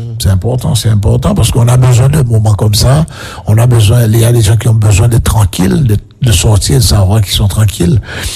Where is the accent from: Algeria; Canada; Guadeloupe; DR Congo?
Guadeloupe; Le Gosier; Parce que je suis du Gosier, à l'époque, il y avait beaucoup de boîtes de nuit.